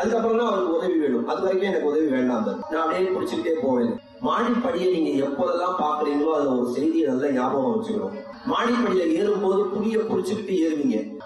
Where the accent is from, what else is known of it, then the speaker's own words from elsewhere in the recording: Thiruvarur, Tamil Nadu, India; born there; moved away; நான் திருவாரூரிலே பிறந்தவன்.